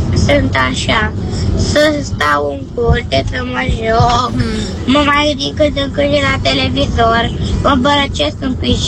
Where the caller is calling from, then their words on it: Cluj-Napoca, Cluj County, Romania; sunt din Cluj, am 7 ani